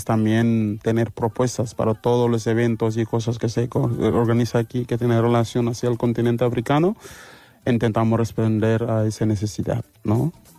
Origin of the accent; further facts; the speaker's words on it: Casamance, Senegal; Catalan is a second language; Jo soc del Casamàs.